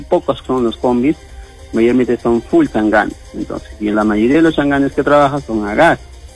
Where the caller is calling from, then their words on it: La Joya, Arequipa, Peru; yo vivo acá en La Joya